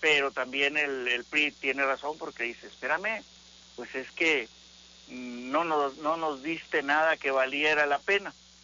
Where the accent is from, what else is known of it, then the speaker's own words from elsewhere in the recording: Tamaulipas, Mexico; Nosotros como mexicanos, aquí en lo cortito como tamaulipecos